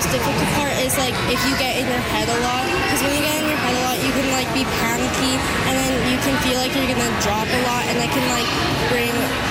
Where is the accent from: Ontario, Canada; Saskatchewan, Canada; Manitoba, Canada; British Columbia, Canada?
Saskatchewan, Canada; Regina; I'm also from Regina, Saskatchewan, with the Club of Phoenix Baton.